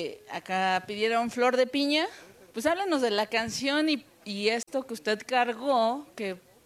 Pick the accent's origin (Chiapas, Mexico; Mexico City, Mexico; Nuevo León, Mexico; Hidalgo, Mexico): Hidalgo, Mexico; born there; me tocó nacer en Hidalgo, pero traemos esas raíces jarochas y oaxaqueñas en la sangre.